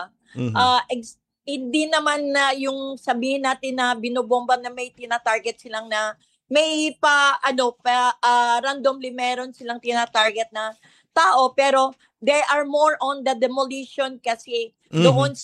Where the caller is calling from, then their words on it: Lebanon; Good afternoon po, sir, dyan sa inyo sa Pilipinas at magandang umaga po dito sa amin sa Lebanon.